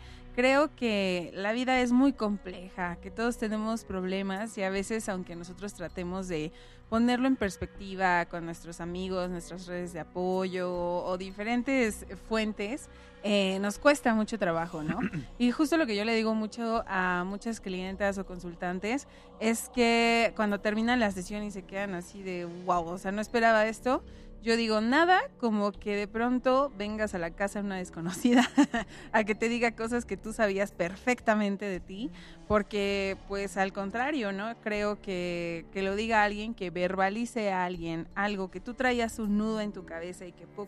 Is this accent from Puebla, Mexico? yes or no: yes; Puebla, Mexico; soy hija de San Manuel.